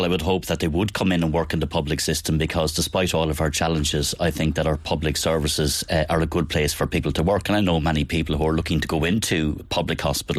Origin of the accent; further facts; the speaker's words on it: Waterford, Munster, Ireland; We're both from Waterford.